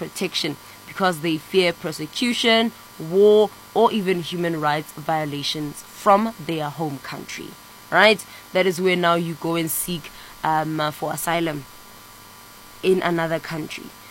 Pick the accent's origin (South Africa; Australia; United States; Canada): South Africa